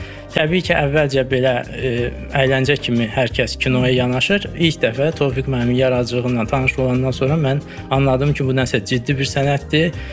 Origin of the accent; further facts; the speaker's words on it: Baku, Azerbaijan; born there; 1993-cü ildə Bakıda anadan olmuşam